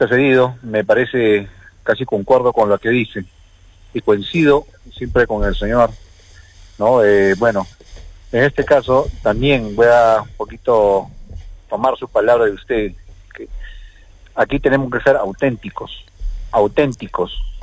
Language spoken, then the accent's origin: Spanish; Arequipa, Peru; ¿A eso estamos condenados como peruanos, como arequipeños?